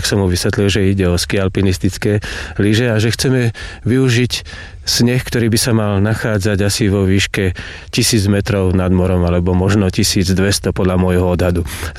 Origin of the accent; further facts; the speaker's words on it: Žilina Region, Slovakia; ako sa u nás na Hornej Orave vraví